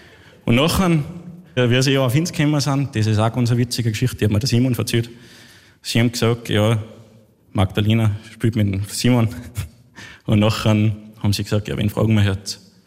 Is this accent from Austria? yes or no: yes; Salzburg, Austria; Ich bin ein Salzburger, ja.